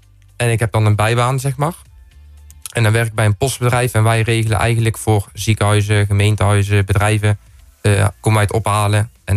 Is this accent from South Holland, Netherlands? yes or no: no; Oss, North Brabant, Netherlands; Ik ben 20 jaar oud. Ik kom uit Os